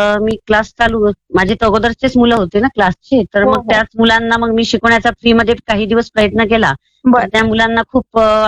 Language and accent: Marathi; Maharashtra, India; हा माझं माहेर आणि सासर विदर्भातील गजानन महाराजचं शेगाव आहे, त्या भागातील आहे मी.